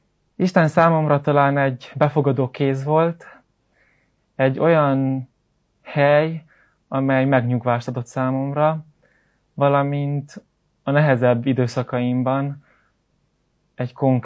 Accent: Székely Land, Romania; A bemutatkozásnál nem említettem, de Székelyről származom.

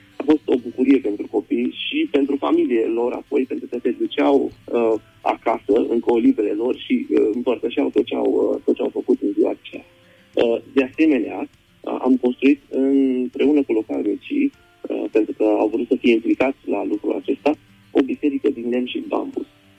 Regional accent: Romania; Noi venim din România cu scule profesionale, cu șuruburi pentru lemn, ca să putem lucra mai eficient.

